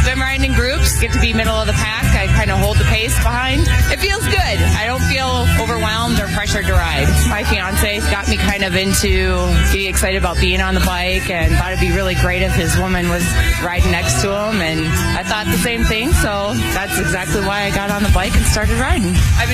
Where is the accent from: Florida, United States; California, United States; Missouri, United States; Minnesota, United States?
Minnesota, United States; Minneapolis; I'm from Minneapolis, Minnesota.